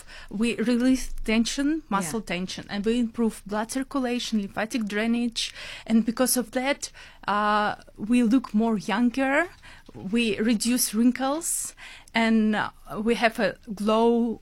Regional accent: Russia; English is a second language; now in Cape Town, South Africa; I'm originally from Russia

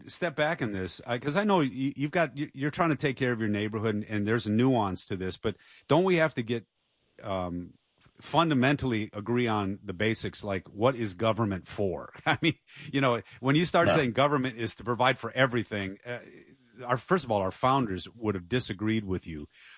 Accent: Detroit, Michigan, United States; so I've served in New York City, I've served in South Central LA, and I'm from Detroit.

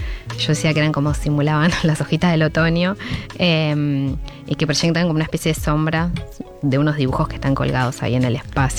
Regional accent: Rafaela, Santa Fe, Argentina; mi vínculo con Rafaela como que sí, es muy fuerte

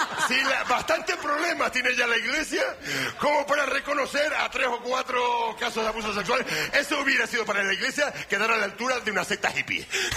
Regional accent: Granadilla, Canary Islands, Spain; Que es que el antivirus está llegando a Canarias. Está llegando a mi pueblo. Yo soy de Granadilla. Yo soy de Granadilla.

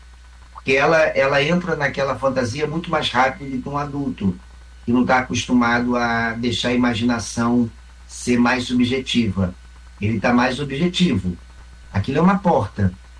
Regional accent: Rio de Janeiro, Brazil; Mas desde que eu me lembro da primeira série do Fundamental, que eu sou do Rio de Janeiro. Então, eu sou um carioca.

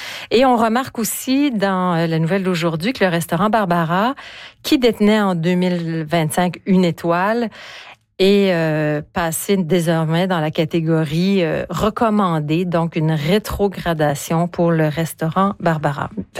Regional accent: Quebec, Canada; quand on est Québécois, le sirop d'érable, ça nous coule dans les veines.

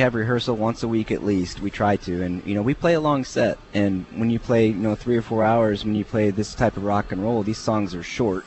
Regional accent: Springfield, United States; born there; We are from Springfield for the most part.

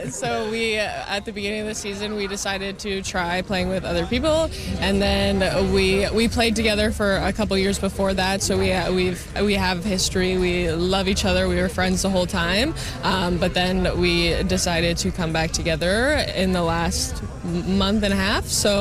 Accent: Toronto, Ontario, Canada; It's the best sporting fandom in all of Canada, I think, and I'm from Toronto, so that says a lot.

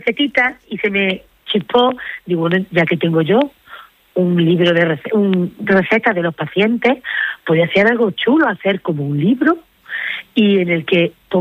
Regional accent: Andalusia, Spain; como andaluces tenemos que estar muy orgullosos de eso.

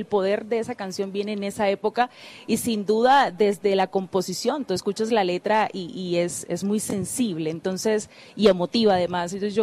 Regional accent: Colombia; ayer justo en el partido de Colombia se escuchó también esa canción y como colombiana escucharlo también nos eriza

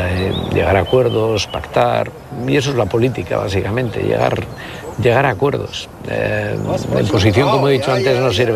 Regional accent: Bilbao, Basque Country, Spain; lo de rugby fue porque Aita me llevaba de pequeño a ver en San Ignacio, jugaban en el barrio de San Ignacio el equipo en el que luego jugué yo, el Bilbao Rugby Club.

